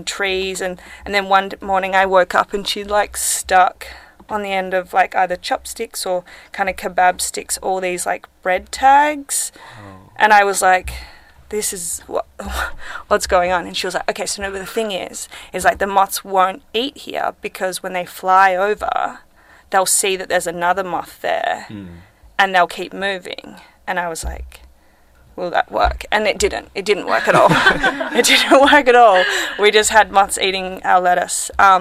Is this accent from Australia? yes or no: yes; Perth, Western Australia, Australia; moved away; I lived in Perth. I'm from Perth.